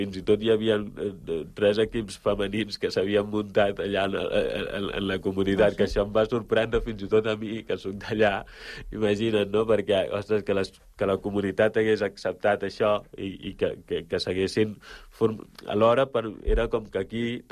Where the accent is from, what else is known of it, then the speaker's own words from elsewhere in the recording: Upper River, Gambia; moved away; el Nyamanari, el meu poble, també està en aquesta regió